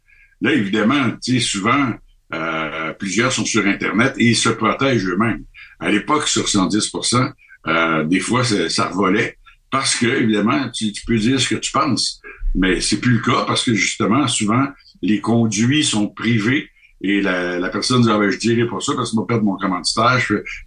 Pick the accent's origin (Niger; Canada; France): Canada; moi, je suis du Canada, je suis ici de passage